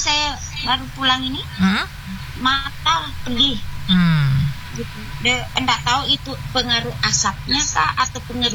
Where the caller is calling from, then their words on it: Samarinda, East Kalimantan, Indonesia; kita warga Kaltim khususnya Samarinda